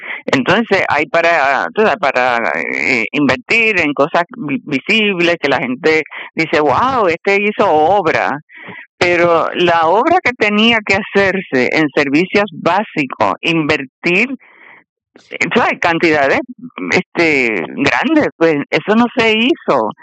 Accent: Puerto Rico

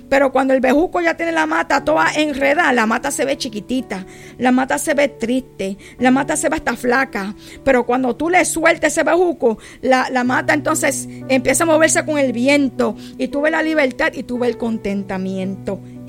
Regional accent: Grove Place, St. Croix, U.S. Virgin Islands; Grove Place no es el Grove Place de ahora. Cuando yo nací en Grove Place, eso era un monte, un pastizar, aleluya, un montón de frutos en la joya, lo que nosotros llamamos la joya

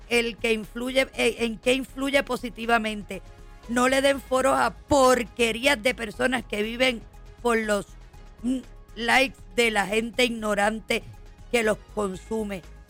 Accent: Fajardo, Puerto Rico

